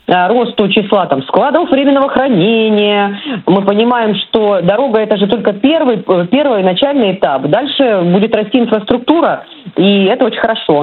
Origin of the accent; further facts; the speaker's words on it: Far East, Russia; Бизнес ждал. Я как дальневосточница вам об этом говорю.